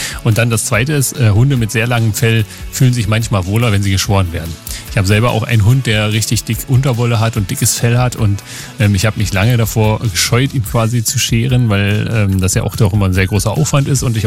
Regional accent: Burg, Germany; ich komme ja aus Burg und da ist ja auch viel Tourismusverkehr

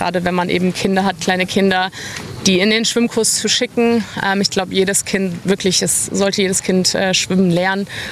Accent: Germany; ich komme aus Deutschland und das ist so meine erste Challenge, die ich in meinem Heimatland mache.

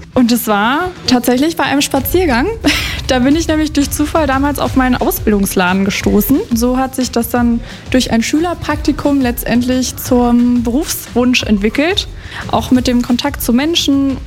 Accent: Bremen, Germany; now in Potsdam, Germany; ich komme ursprünglich aus Bremen.

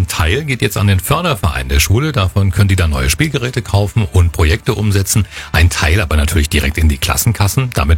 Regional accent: East Germany, Germany; Ich bin ja in der DDR groß geworden

